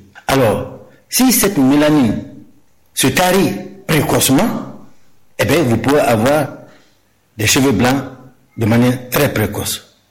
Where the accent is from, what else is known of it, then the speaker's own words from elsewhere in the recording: Guinea; chez nous en Guinée